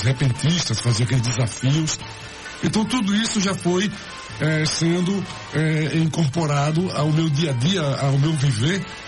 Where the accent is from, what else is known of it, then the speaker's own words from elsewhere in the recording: Nossa Senhora da Glória, Sergipe, Brazil; eu nasci aqui em Sergipe, num município chamado Nossa Senhora da Glória, que tem o título de Capital do Sertão, não é?